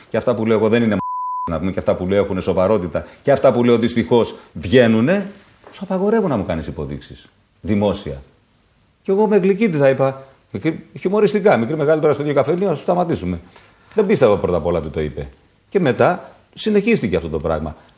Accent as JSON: {"language": "Greek", "country": "Greece"}